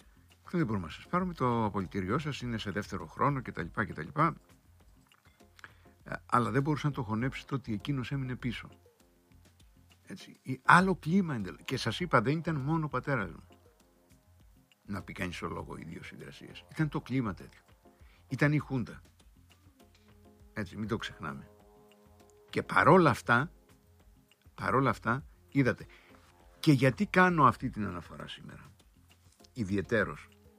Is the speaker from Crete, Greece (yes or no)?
yes; Crete, Greece; moved away; πήγα και έκανα εκπομπή στο χωριό μου πάνω στο οροπέδιο, ενθυμούμενος πώς έζησα το 73, 14 χρονών κοπέλι, αυτή την εισβολή.